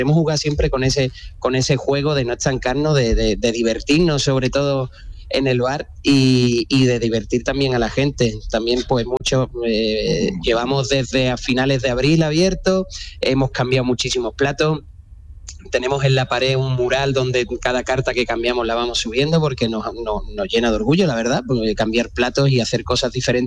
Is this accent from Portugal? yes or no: no; Alcalá de Guadaíra, Andalusia, Spain